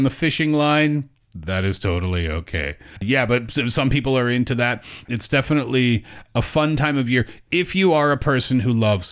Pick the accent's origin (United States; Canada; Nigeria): Canada; now in China; I'm Canadian